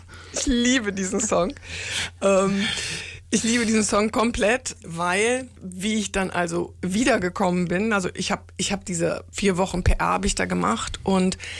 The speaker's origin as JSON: {"language": "German", "country": "Germany", "said": "ich bin Deutsche"}